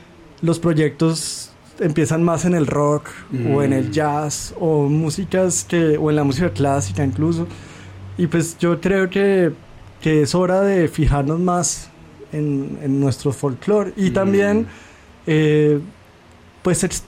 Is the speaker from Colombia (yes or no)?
yes; Colombia; also born or lived in Belgium; now in Mexico City, Mexico; Crecí en Colombia, después viví en Bélgica muchos años